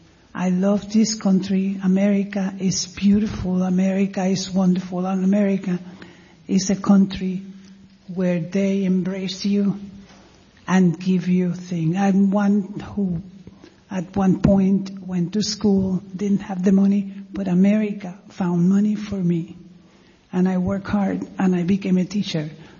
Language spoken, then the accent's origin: English; Puerto Rico; Well, I'm Puerto Rican and I'm very proud of my country and I'm very, very, very happy to be in this beautiful country